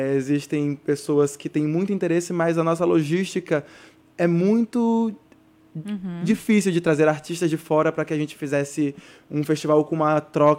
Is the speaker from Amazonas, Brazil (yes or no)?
yes; Tabatinga, Amazonas, Brazil; Eu nasci, cresci em Tabatinga